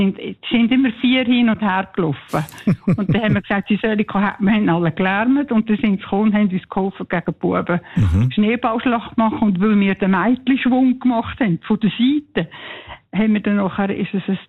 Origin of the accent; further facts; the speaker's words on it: Lucerne, Switzerland; ich bin in Luzern aufgewachsen und bin im Meinhof-Schulhaus in die Schule.